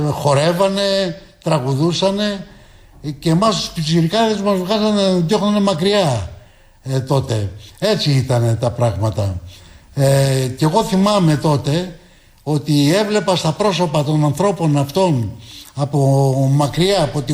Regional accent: Kallithea, Attica, Greece; moved away as an adult; γεννήθηκα στην Καλυθέα και εκεί μεγάλωσα μέχρι τα 19 μου χρόνια.

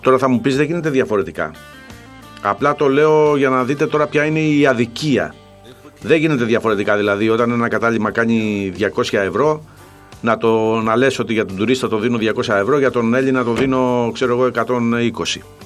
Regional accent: Greece

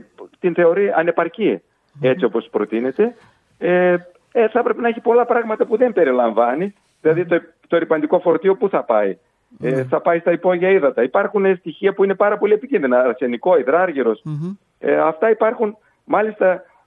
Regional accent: Greece; Πραγματικά νιώσαμε και εμείς περήφανοι σαν Έλληνες

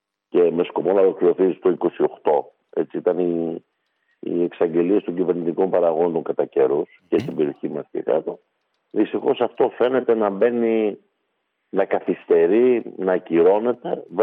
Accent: Eastern Macedonia and Thrace, Greece; της περιοχής Καβάλας, που είναι έξω από την Καβάλα, το χωριό μου

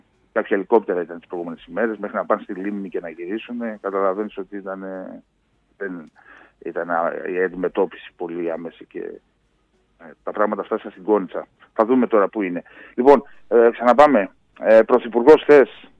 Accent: Konitsa, Epirus, Greece; στα μέρη μου πάνω, στην Κόνιτσα, εκεί στην Ήπειρο

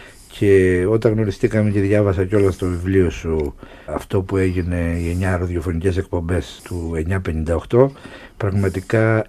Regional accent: Patras, Western Greece, Greece; η πόλη στην οποία γεννήθηκα και η τότε κουλτούρα της με σημάδεψε καθοριστικά. Γεννήθηκα στην Πάτρα το 1947.

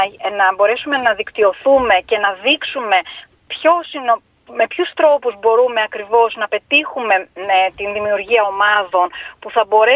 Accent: Greece; σε ένα κληροδότημα στο χωριό μου στη Θήλια

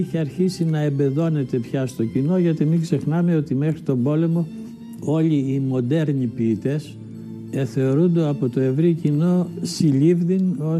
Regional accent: Kato Achaia, Western Greece, Greece; born there; also born or lived in Patras; Μόλις πλέον κηρύχτηκε κανονικά ο πόλεμος, μεταφερθήκαμε στο πατρικό της μητέρας μου, στην Κάτω Αχαγιά. Εκεί μεγάλωσα, εκεί πήγα δημοτικό σχολείο και μετά στο γυμνάσιο γύρισα στην Πάτρα

